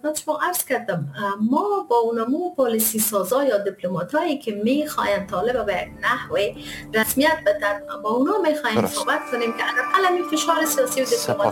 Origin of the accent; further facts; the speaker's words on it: Kabul, Afghanistan; ما خودم من حیث کسی که تمام زندگی در افغانستان زندگی کردیم، درست است ما در کابل متولد شدیم بزرگ شدیم، ولیکن سعادت از داشتم که در چند ولایت افغانستان سفر کنم